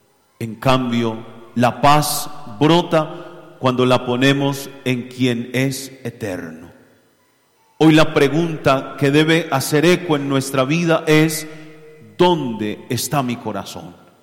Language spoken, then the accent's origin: Spanish; Colombia